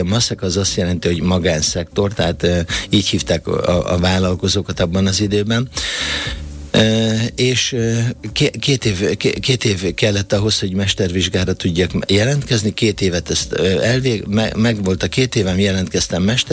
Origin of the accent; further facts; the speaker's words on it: Jászkarajenő, Pest, Hungary; born there; ez nagyon vidék arra, ahol én születtem, ugye én Jászkari Jenőn születtem, és ott a környékben lévő falvakban dolgozott